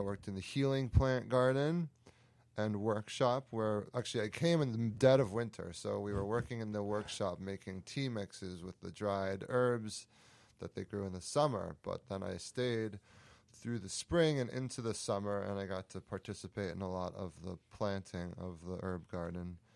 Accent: Princeton, New Jersey, United States; I grew up in Princeton, New Jersey, and I have lots of childhood memories, specifically of New Jersey.

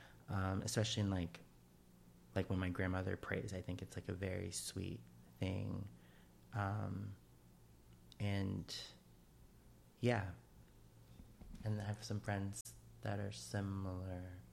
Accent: Chicago, Illinois, United States; I'm from Chicago, Illinois.

